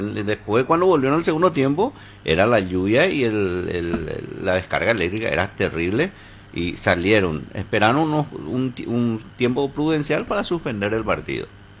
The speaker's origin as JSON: {"language": "Spanish", "town": "Presidente Franco", "region": "Alto Paraná", "country": "Paraguay", "tie": "born or raised there", "said": "En mi terruño, en Franco"}